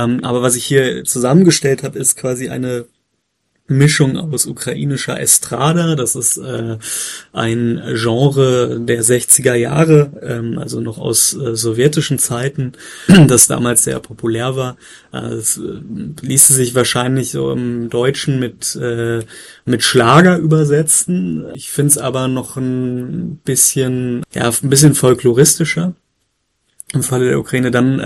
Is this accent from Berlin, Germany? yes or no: yes; Berlin, Germany; born there; ich bin ja gebürtiger Berliner, habe die Zeit zwar selbst nicht miterlebt